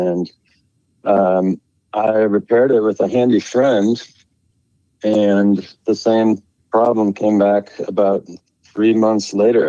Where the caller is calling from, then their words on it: Minneapolis, Minnesota, United States; I'm from Minneapolis, Minnesota.